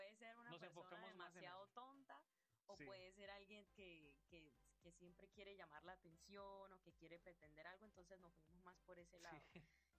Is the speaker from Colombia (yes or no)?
yes; Cúcuta, Norte de Santander, Colombia; lo que somos los cucuteños